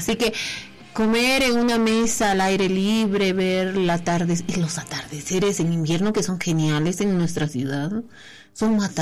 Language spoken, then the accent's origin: Spanish; Potosí, Bolivia; nosotros, como buenos potosinos